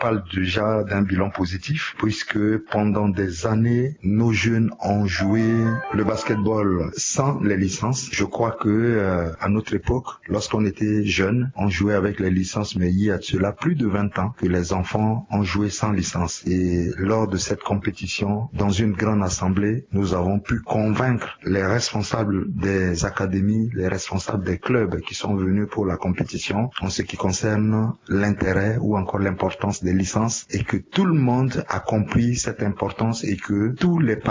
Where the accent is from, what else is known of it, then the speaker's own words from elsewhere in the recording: Central African Republic; je suis centrafricain